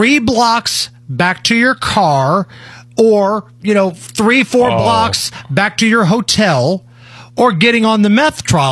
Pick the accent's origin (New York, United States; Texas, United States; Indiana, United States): Indiana, United States; Beech Grove; Nigel, I grew up in Beech Grove and went to school in Muncie.